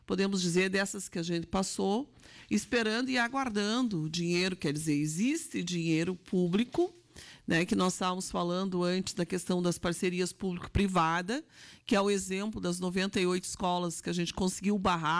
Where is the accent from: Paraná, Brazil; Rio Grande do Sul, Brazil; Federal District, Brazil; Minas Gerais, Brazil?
Rio Grande do Sul, Brazil; São Luiz Gonzaga; eu sou de uma região, sou lá de São Luís Gonzaga, da região das Visões